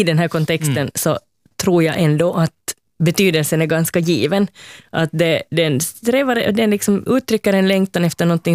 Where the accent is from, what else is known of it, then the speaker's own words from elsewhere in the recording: Finland; nej, jag är inte från Sverige.